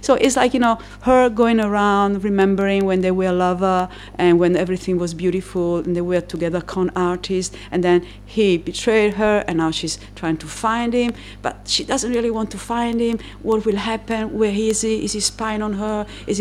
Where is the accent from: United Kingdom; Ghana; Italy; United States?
Italy; Sardinia; English is a second language; moved away as an adult; also born or lived in Germany / Melbourne, Australia; I am originally from Sardinia, which is an island in Italy. I just relocated recently, about 10 years ago, to Sardinia. I spent most of my adult life abroad, so about 10 years in Germany and then 23 in Melbourne, Australia.